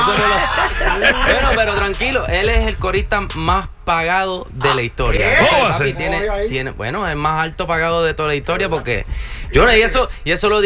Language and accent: Spanish; Philadelphia, Pennsylvania, United States; born there; Es que yo soy nacido en Filadelfia, pero yo soy boricua, papi, para que tú lo sepas.